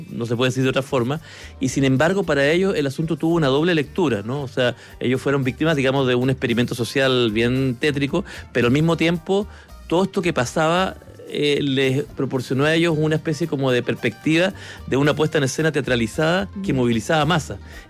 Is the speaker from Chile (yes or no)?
yes; Chile